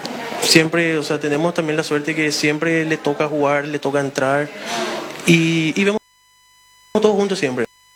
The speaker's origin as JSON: {"language": "Spanish", "town": "San Lorenzo", "region": "Central", "country": "Paraguay", "said": "nosotros somos allá de San Lorenzo."}